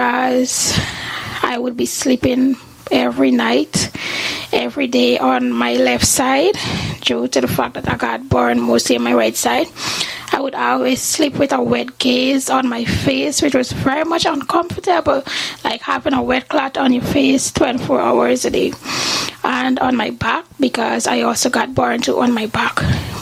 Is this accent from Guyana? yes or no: yes; Guyana; I'm 25 years old. I'm from Guyana